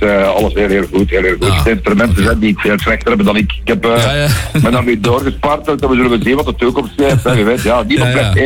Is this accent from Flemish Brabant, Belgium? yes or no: yes; Tielt-Winge, Flemish Brabant, Belgium; ik kom van Tiltwing, van Sint-Joris-Wing, dat ik verhuisd ben.